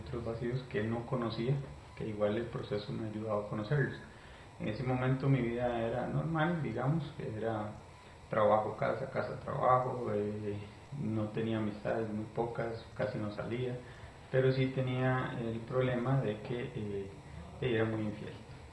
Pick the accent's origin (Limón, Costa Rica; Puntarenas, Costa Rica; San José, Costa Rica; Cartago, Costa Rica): Cartago, Costa Rica; El Guarco; born there; yo nací en una provincia de acá de Costa Rica que se llama Cartago, específicamente en el Guarco. Yo soy el mayor de cuatro hijos, ¿verdad?